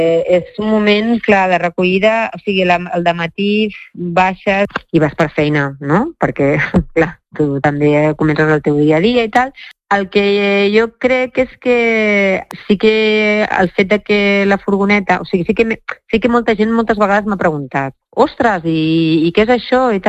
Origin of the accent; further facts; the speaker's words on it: Barcelona, Catalonia, Spain; Nosaltres som de Barcelona, però estàvem allà per temes familiars